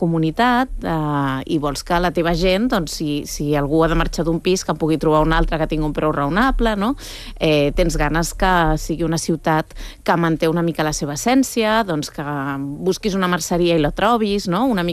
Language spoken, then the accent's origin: Catalan; Barcelona, Catalonia, Spain; Jo sóc una enamorada de Barcelona, sóc una enamorada de la meva ciutat